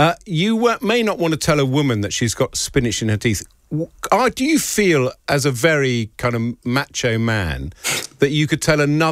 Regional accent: United Kingdom; We are British.

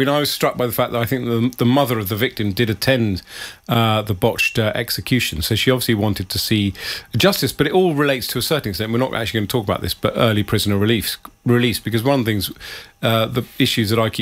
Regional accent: England, United Kingdom; I am English and British and loyal and patriotic, but I like having this slightly exotic difference.

